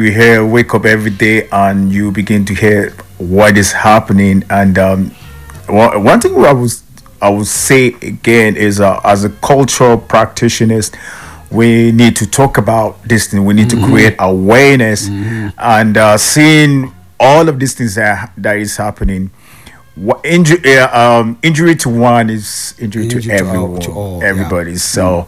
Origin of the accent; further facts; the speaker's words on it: Nigeria; Waking up every day in this part of the country